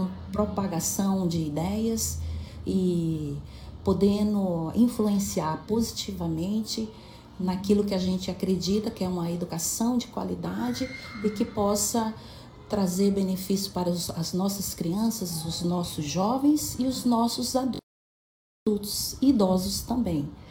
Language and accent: Portuguese; Atalaia do Norte, Amazonas, Brazil; born there; moved away as an adult; also born or lived in Tabatinga; aqui da cidade de Tabatinga. É minha cidade do coração, mas eu nasci no pelotão militar de Estirão do Equador, numa casa de palha, com paxiúba, à beira do rio Javari. Eu sou, como é que se diz? Eu sou do município de Atalaia do Norte, né? Sendo que eu da região de Atalaia do Norte, do rio Javari.